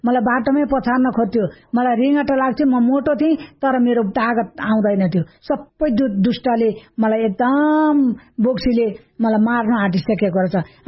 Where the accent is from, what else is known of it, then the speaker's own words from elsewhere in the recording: Fapharbari, Bagmati, Nepal; अनि मेरो माइती चाहिँ छोरी हो, मेरो घर चाहिँ फापरबारी हो।